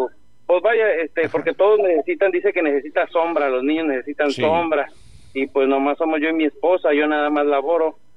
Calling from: Tijuana, Baja California, Mexico; De aquí mismo, de Tijuana.

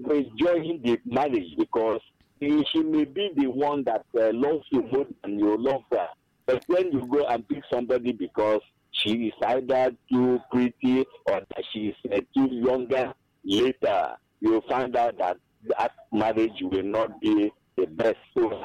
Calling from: Enugu, Enugu State, Nigeria; I call from Enugu.

